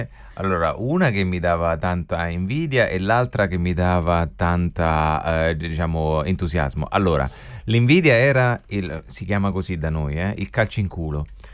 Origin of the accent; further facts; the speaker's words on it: Fabriano, Marche, Italy; di Fabriano, provincia di Ancona, nelle Marche.